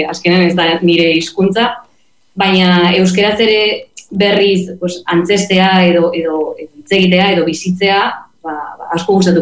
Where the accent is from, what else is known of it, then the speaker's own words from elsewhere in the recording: Vitoria-Gasteiz, Basque Country, Spain; now in Barcelona, Spain; Bai, bai, Gasteiztarra naiz, baina duela mala urte etorri nintzen Bartzelonara ikastera.